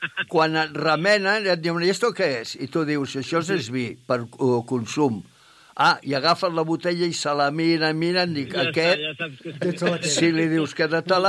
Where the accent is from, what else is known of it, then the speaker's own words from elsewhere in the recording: Barcelona, Catalonia, Spain; d'on sou? I li vaig dir: de Barcelona.